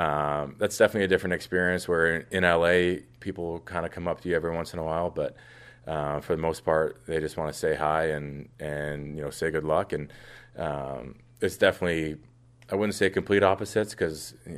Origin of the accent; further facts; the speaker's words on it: Toronto, Ontario, Canada; for me growing up in Toronto